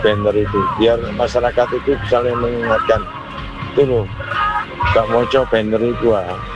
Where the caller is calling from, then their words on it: Malang, East Java, Indonesia; kami sebagai warga Kota Malang